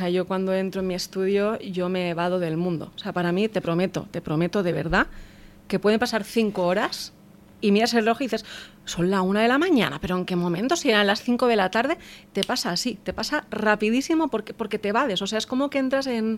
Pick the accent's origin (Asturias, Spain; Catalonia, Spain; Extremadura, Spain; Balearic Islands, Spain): Balearic Islands, Spain; O sea, yo soy mallorquina, soy española y soy medio escocesa. O sea, para mí son 3 idiomas